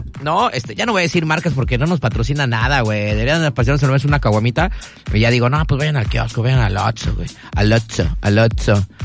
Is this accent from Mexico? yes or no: yes; Mexico City, Mexico; Soy chilanga banda.